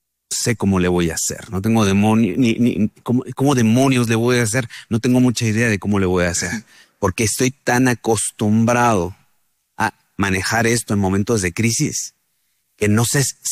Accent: Mexico; moved away as an adult; now in Colombia; Primero un mexicano, acá en Colombia

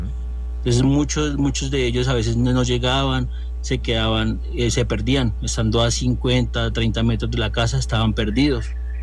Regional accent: Saldaña, Tolima, Colombia; now in Bogotá, Colombia; Bueno, Paul, pues yo vivo acá en Bogotá, pero hace aproximadamente 10 años y emigré del Tolima. Uh-huh. Mi pueblo es de Saldaña.

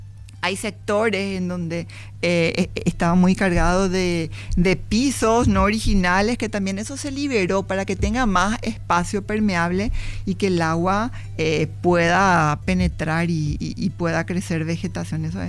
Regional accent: Paraguay; Todos somos paraguayos

